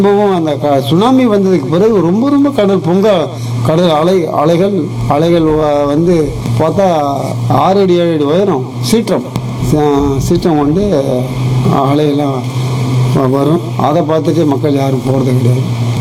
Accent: Pamban, Tamil Nadu, India; பாம்பன்ல இருக்கு. 65 வயசு ஆயிருது. அது எப்படி பார்த்தாலும் 20 வருஷத்துக்கு மேல எங்க ஊர்ல இருந்து, என்னுடைய ஊர் சொந்த ஊர்ல இருந்து காரைக்காலில் ஒத்தனார் வேலை பார்த்துட்டு வீட்டுக்கு வரையில்

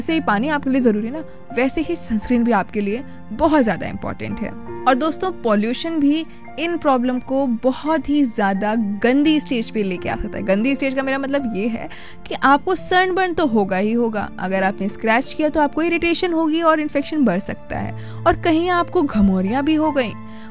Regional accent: Uttar Pradesh, India; हम उत्तर प्रदेश से हैं

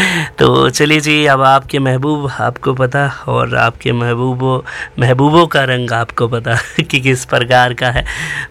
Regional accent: Dharamshala, Himachal Pradesh, India; हम धर्मशाला के निवासी हैं

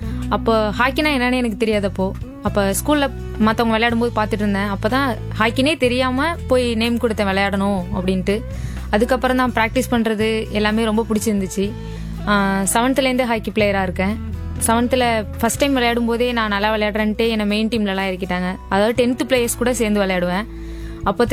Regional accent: Thiruvarur, Tamil Nadu, India; moved away as an adult; now in Chennai, India; நான் என்னோட சொந்த ஊர் திருவாரூர்.

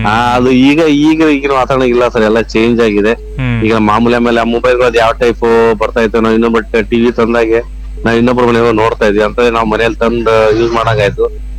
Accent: Karnataka, India; ನಾವು ಉತ್ತರ ಕನ್ನಡ ಕಡೆ ಈ ಕಡೆ ಶಿರಾಪುರ ಕಡೆ

